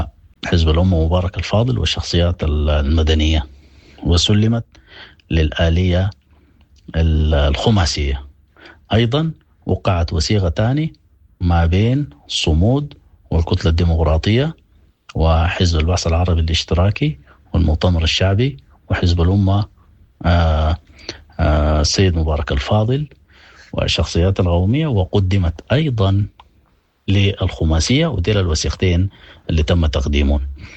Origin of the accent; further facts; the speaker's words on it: Sudan; لأنه لم يتوفر هذا من زمن بعيد بالنسبة لنا كسودانيين